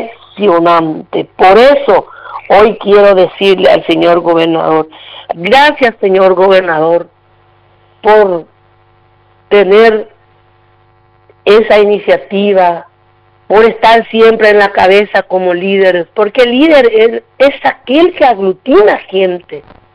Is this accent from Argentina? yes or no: no; Paraguay; la zona donde yo estoy, la zona donde yo crecí, donde yo nací, donde trabajé, me jubilé, en la zona de Tacurutú, Marengo, Bacajún.